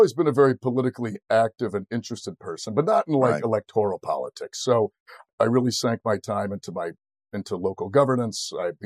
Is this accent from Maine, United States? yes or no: yes; Maine, United States; moved away as an adult; also born or lived in Washington, District of Columbia, United States; in 2016, I moved back to Maine. And after I moved back to Maine, things changed significantly. I started getting help from the VA. I moved back to my hometown.